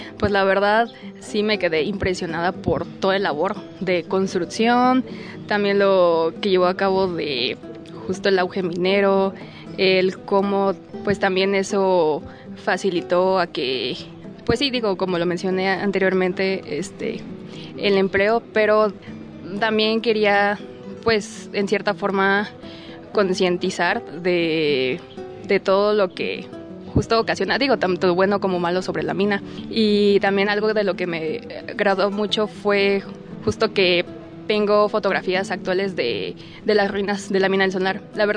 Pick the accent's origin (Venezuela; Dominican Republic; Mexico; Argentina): Mexico; Acapulco, Guerrero; moved away as an adult; now in Taxco, Mexico; yo soy foránea, soy de Acapulco